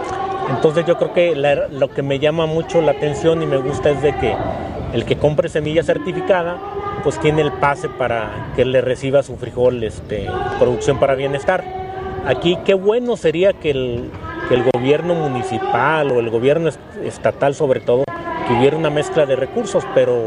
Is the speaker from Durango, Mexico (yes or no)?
yes; Poanas, Durango, Mexico; bienvenido a Puanas, aquí en mi tierra.